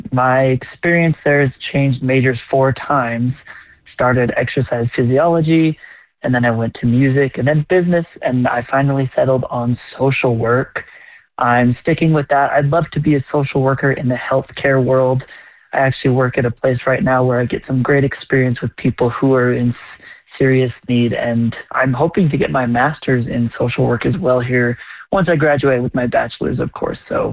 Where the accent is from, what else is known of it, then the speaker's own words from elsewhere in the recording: Rexburg, Idaho, United States; from Rexburg, Idaho.